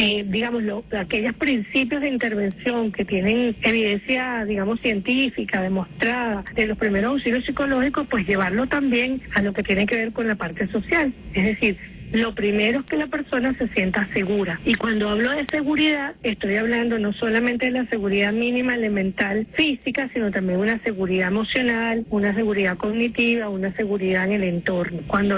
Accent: Venezuela; La esperanza es parte, yo creo, de lo que nos define como venezolanas y venezolanos

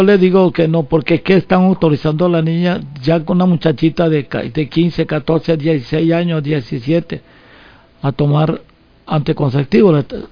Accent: Venezuela; born there; also born or lived in Monagas; yo lo digo de boca de jarro, yo nací en el Esequibo.

